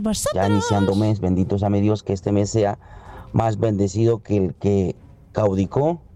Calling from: Barcelona, Catalonia, Spain

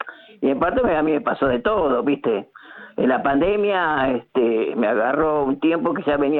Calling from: Castelar, Buenos Aires Province, Argentina; Estoy en la zona de Castelar

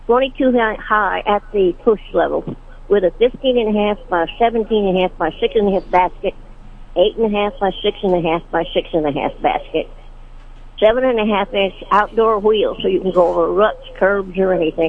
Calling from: Sedalia, Missouri, United States; I'm calling from Sedalia

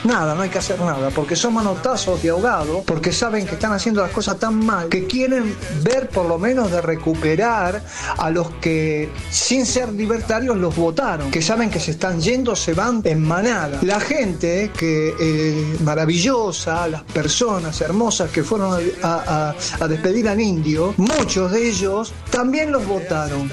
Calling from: Buenos Aires, Argentina; de Villa del Parque.

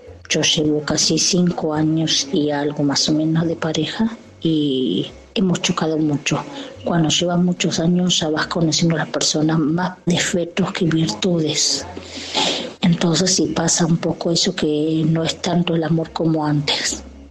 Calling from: Ituzaingó, Argentina; de Ituzaingó.

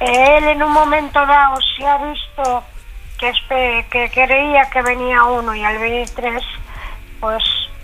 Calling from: Cantabria, Spain; Yo aquí en Cantabria

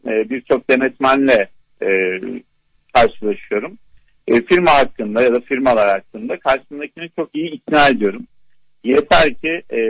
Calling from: Diyarbakır Province, Turkey; Hoş Diyarbakır'dan aradım.

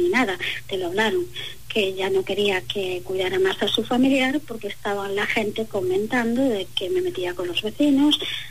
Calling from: Galicia, Spain; yo soy una persona gallega, resido en la calle Santa Eulalia

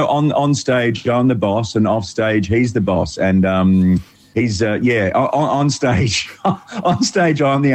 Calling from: Melbourne, Victoria, Australia; I'm calling from the Melbourne galaxy.

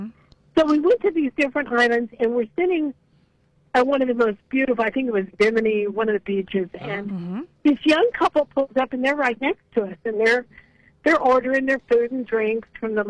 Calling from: Ohio, United States; I had like a Cleveland sticker on my bag, and she goes, are you from Ohio? And I said, yeah.

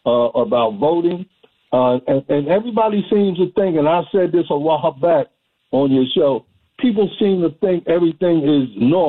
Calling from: Linden, New Jersey, United States; I live in the Linden area.

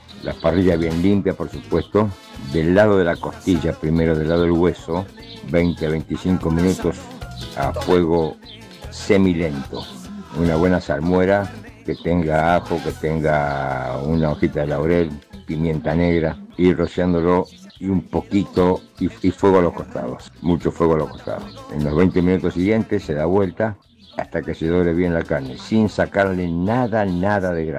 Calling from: Colonia Segovia, Mendoza, Argentina; de Colonia Segovia.

